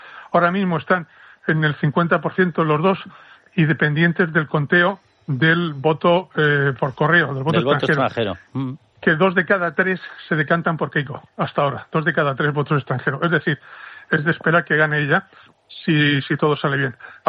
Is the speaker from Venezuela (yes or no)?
no; Spain; a ti y a mí que somos españoles